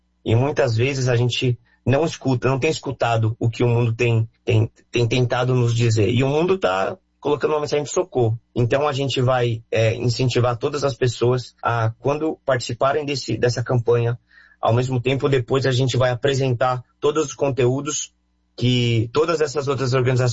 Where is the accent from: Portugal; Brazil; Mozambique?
Brazil